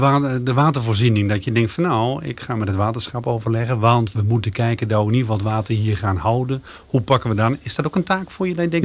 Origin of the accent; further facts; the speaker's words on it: Gelderland, Netherlands; we die rust hier als Achterhoekers gewoon hebben